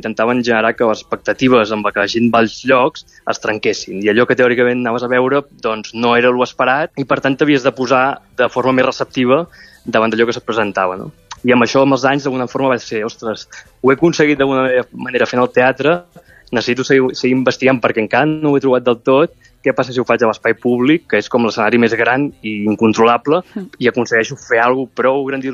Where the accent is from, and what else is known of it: Mataró, Catalonia, Spain